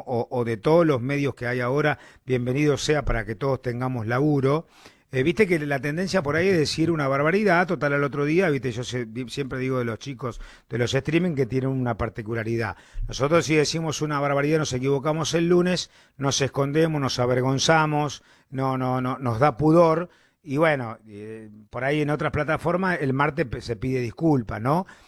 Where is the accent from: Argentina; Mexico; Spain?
Argentina; claro que somos argentinos